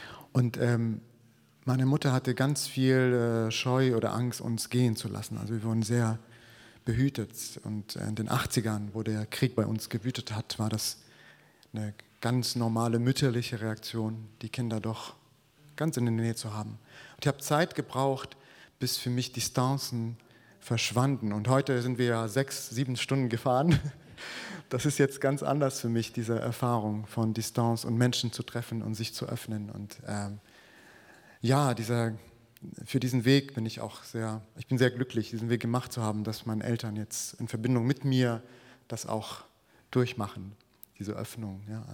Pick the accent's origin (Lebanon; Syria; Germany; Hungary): Lebanon; Byblos, Mount Lebanon; moved away; ich bin im Libanon aufgewachsen und da war unser Radius, also unser Bewegungsradius, sehr, sehr klein. Es ist ein kleines Land